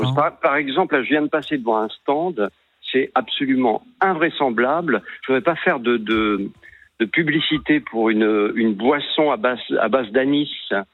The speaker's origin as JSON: {"language": "French", "region": "Nouvelle-Aquitaine", "country": "France", "tie": "born there", "moved": "yes", "lives_now": "Paris, France", "said": "Écoutez, moi je suis en Gironde, qui est ma terre natale."}